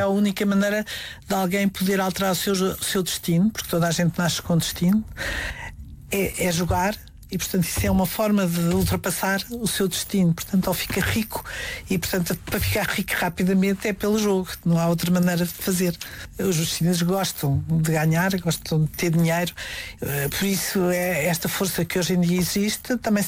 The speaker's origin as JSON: {"language": "Portuguese", "country": "China", "second_language": "Portuguese", "said": "Eu aí sou chinesa. Os chineses dizem que devemos lutar naquilo que podemos ganhar"}